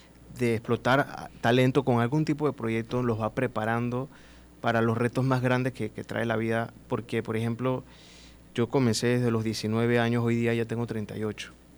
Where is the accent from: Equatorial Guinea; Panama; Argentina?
Panama; verlos brillar en el cine allá en mi país